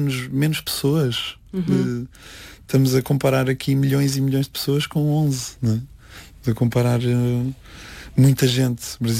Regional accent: Coimbra, Centro, Portugal; Sim, sou de Coimbra

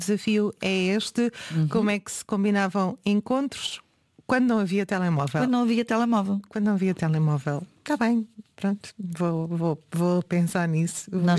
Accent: Terceira, Azores, Portugal; eu sendo terceirense

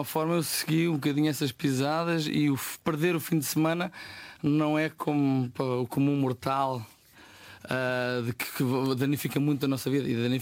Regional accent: Oeste, Portugal; Eu venho do oeste

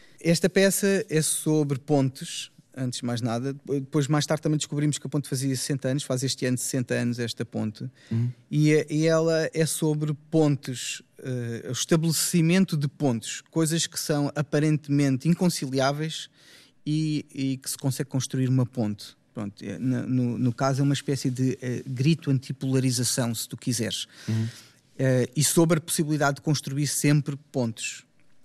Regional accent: Oeiras, Lisbon, Portugal; desde a minha juventude, eu cresci em Lisboa, mais especificamente em Linda a Velha, no subúrbio, que é Concelho de Oeiras.

